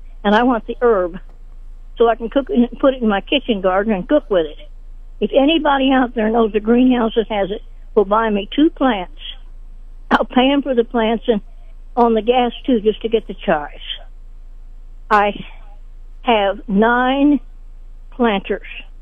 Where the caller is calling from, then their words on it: Sedalia, Missouri, United States; I'm calling from Sedalia